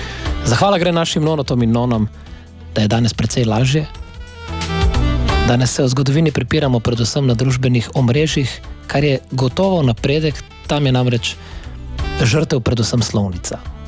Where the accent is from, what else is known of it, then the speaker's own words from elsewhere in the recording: Slovenian Littoral, Slovenia; Primorci smo praktični ljudje